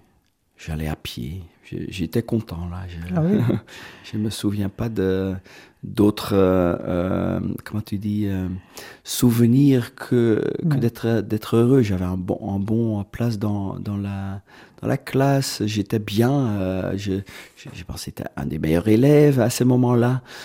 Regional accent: Veldhoven, North Brabant, Netherlands; moved away; moi je suis né à Veldhoven, c'est un petit village à côté de Eindhoven et c'est en Hollande.

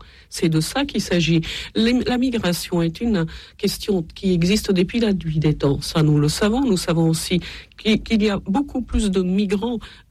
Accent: Italy; Vous savez, moi je suis italienne, je ne viens pas d'un pays...

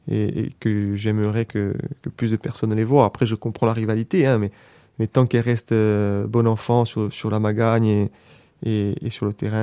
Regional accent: Corsica, France; peu importe où on va chez nous, on est Corse.

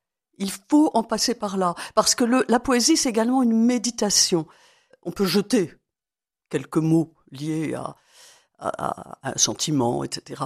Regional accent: Angers, Pays de la Loire, France; moved away; La figure du roi René, du bon roi René, comme on l'appelle à Angers, relie la Provence à mon Anjou natal. Je suis née à Angers.

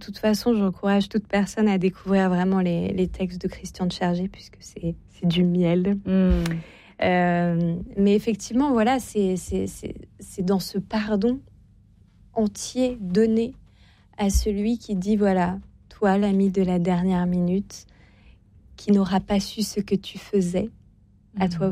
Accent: Auvergne-Rhône-Alpes, France; Alors, ben moi, je viens de Savoie en plus, donc ça nous fait un point commun.

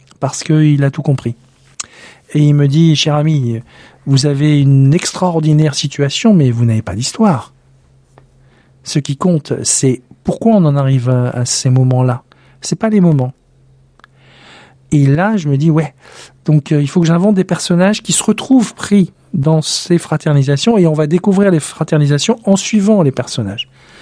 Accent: Hauts-de-France, France; moved away; je viens du Nord-Pas-de-Calais, et dans nos champs, là-haut, il y a des vestiges de 14-18 partout.

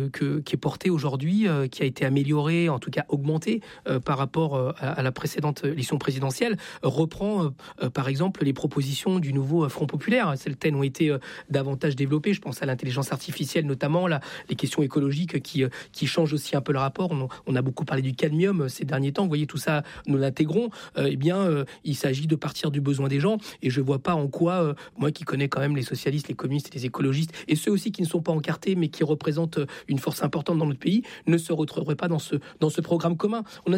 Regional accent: Chile; now in France; je viens du Chili, je suis fils d'exilés politiques, je suis en France parce que l'extrême droite a pris le pouvoir

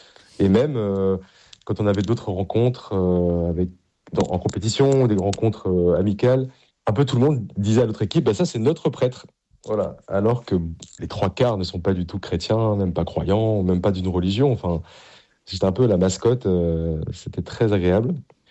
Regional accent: Paris, Île-de-France, France; Alors moi, je viens d'une famille du Sud-Ouest. Et même si j'ai grandi à Paris, mais j'ai beaucoup de cousins dans le Sud-Ouest qui ont fait du rugby, qui m'en parlaient.

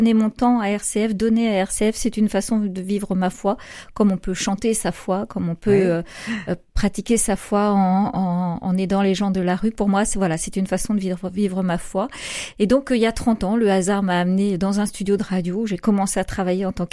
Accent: Saint-Malo, Brittany, France; also born or lived in Mayenne; Je suis de Saint-Malo.

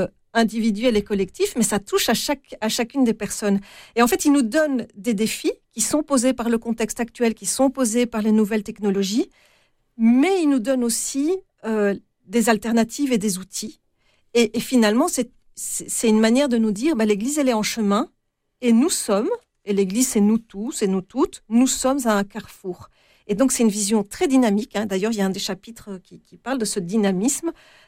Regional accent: Belgium; chez nous en Belgique

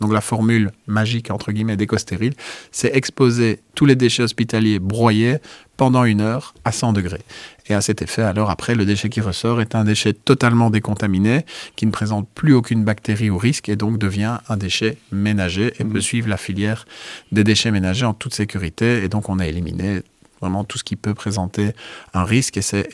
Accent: Liège, Wallonia, Belgium; belge, wallonne, montoise, mais avec le cœur liégeois, parce que moi-même, je suis liégeois.

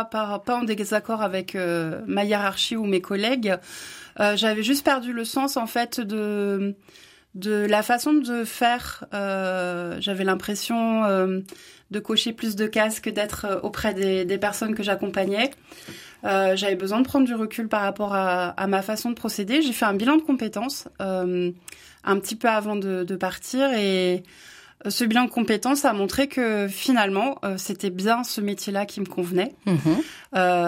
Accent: Brest, Brittany, France; moved away as an adult; now in Charente, France

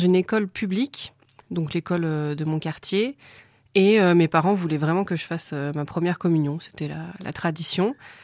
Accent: Saint-Étienne, Auvergne-Rhône-Alpes, France; moved away as an adult; now in La Ricamarie, France; Oui, j'ai grandi dans la rue Richelandière, donc à mon plaisir. Et j'ai emménagé à la Ricamari il y a 6 ans maintenant.

